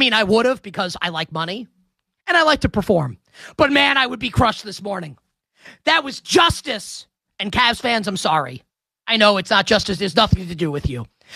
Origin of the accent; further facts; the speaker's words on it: New York City, New York, United States; I'm a Knicks fan, and I'm a New Yorker.